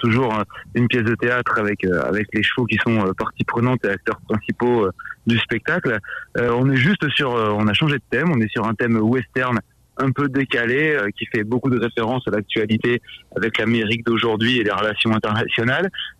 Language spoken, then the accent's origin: French; Lille, Hauts-de-France, France; now in Lourdes, France; On a déménagé à Lourdes il y a 4 ans, une compagnie, on vient de Lille